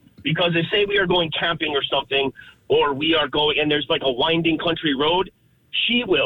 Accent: Connacht, Ireland; now in United States; I am from County Galway. I'm from outside the city.

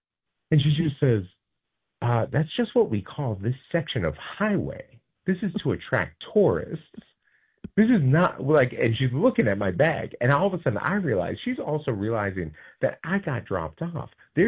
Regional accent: Boston, Massachusetts, United States; And I was raised in inner city Boston.

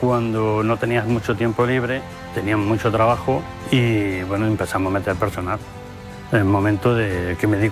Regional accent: Andújar, Andalusia, Spain; estoy muy orgulloso y agradecido al pueblo de Andújar, que es mi pueblo.

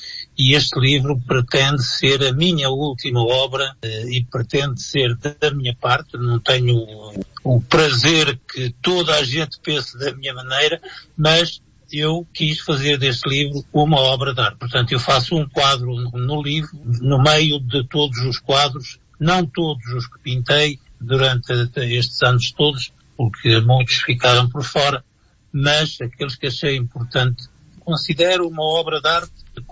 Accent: Maputo, Maputo City, Mozambique; also born or lived in Portugal / Switzerland; Moçambique, Lourenço Marques, hoje chama-se Maputo, é também a minha terra, porque foi lá que eu passei a minha infância e a minha adolescência.

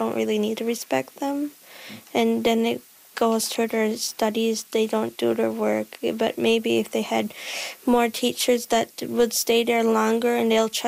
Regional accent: Hopedale, Newfoundland and Labrador, Canada; I'm from Hopedale, Labrador.

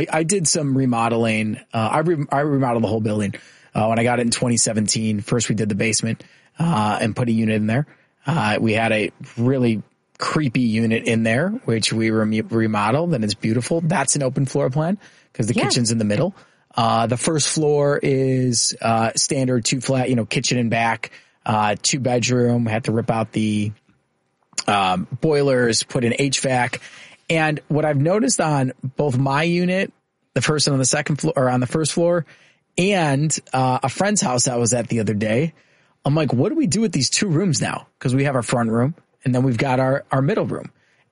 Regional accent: Chicago, Illinois, United States; You know, I'm born and raised in the neighborhood, and I'm not going anywhere.

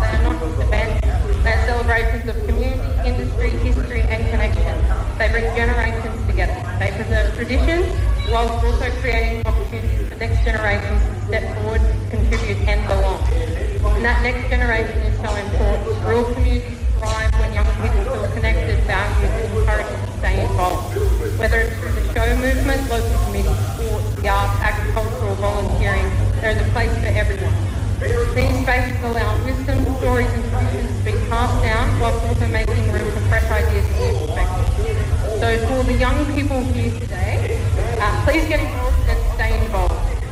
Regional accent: Warialda, New South Wales, Australia; moved away as an adult; now in Sydney, Australia; I grew up in Warriala in northern New South Wales with my family sheep and cattle property.

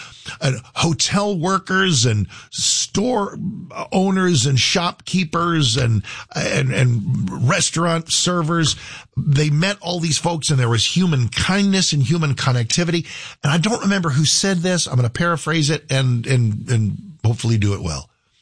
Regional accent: United States; I'm an American.

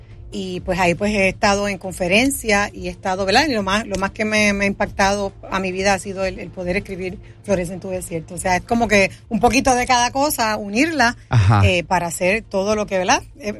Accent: Puerto Rico; moved away as an adult; now in Cincinnati, United States; soy puertorriqueña, tengo 3 hijas, estoy casada, mi esposo trabaja aquí en Mason, Ohio. Entonces en Puerto Rico me gradué como maestra, pero por el cambio de mi esposo, moverlo para acá, para Estados Unidos

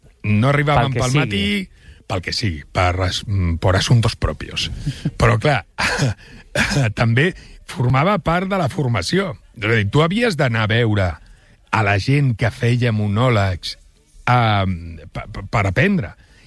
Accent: Catalonia, Spain; I jo pensava, és perquè sóc català.

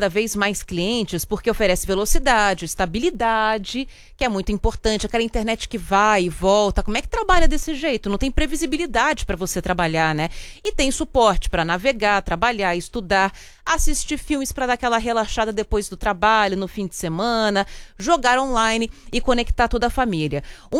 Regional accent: Rio de Janeiro, Brazil; now in São Paulo, Brazil; Eu sou do Rio.

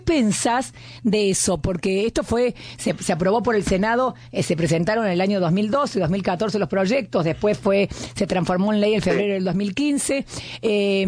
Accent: Argentina

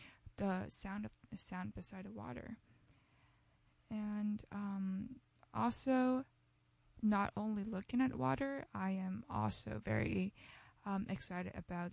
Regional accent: Shanghai, China; And maybe because my home city is beside the sea. I'm from Shanghai. It's really close to the sea, and we have a river that runs across the city.

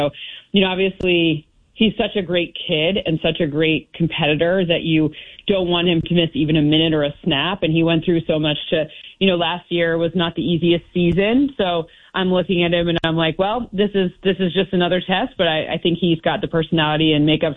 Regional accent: Midwest, United States; I'm a Midwesterner. I understand his interviews did not necessarily go over the way that a Midwestern audience might like to hear.

